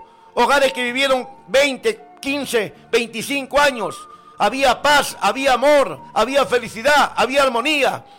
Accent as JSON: {"language": "Spanish", "region": "northern Peru", "country": "Peru", "said": "Pero yo soy norteño"}